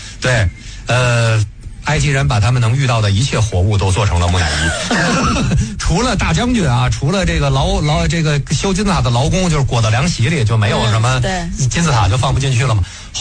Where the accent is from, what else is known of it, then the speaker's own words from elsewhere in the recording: China; 我们中国人修了多少桥啊